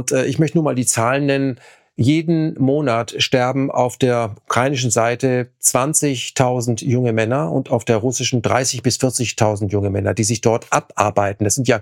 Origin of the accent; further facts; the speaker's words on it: Germany; wir als Deutsche